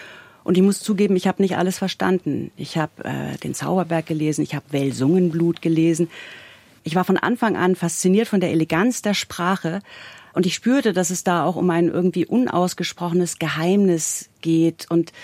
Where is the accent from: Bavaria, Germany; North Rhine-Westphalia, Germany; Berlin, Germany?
Bavaria, Germany; Mein Kindheits- und Jugendsee ist ja eigentlich der Starnberger See. Ich komme aus dem Isartal.